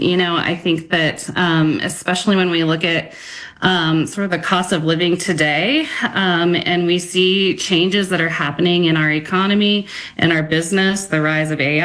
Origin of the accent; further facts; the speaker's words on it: Rock Springs, Wyoming, United States; moved away; Now, I grew up in Rock Springs, Wyoming, so that's a coal mining town too.